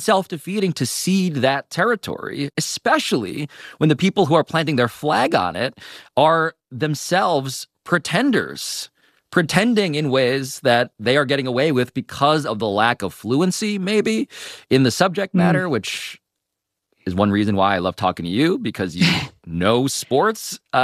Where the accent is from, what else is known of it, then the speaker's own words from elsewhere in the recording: New York City, New York, United States; one of the best experiences you could have as a New Yorker, and I'm saying all time, I've been here for 40 years, born and raised